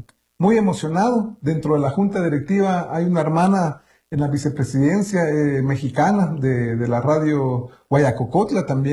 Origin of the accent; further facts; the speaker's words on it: Guatemala; first language Kaqchikel; Spanish is a second language; Me gustaría también mandarles un saludo en mi idioma materno, que es el cachiquel. Es uno de los 22 idiomas mayas que hablamos aquí en Guatemala.